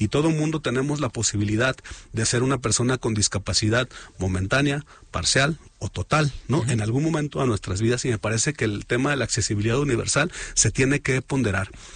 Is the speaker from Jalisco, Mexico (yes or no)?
yes; Tlajomulco, Jalisco, Mexico; Yo soy del municipio de Tlajomulco, soy fundamentalmente del Distrito 12